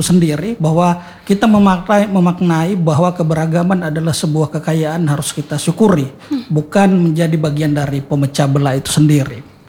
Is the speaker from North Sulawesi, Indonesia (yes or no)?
yes; North Sulawesi, Indonesia; kita di Kabupaten Kepulauan Sangihe